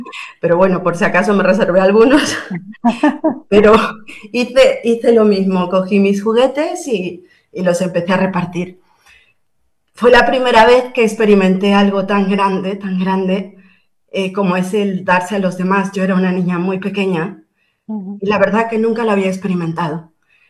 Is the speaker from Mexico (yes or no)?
yes; Mexico; moved away; also born or lived in Peru / Spain; nosotros, como bien comentaste, somos mexicanos, el primer paso que dimos, por decir así fuerte, fue el ir a las misiones por un año.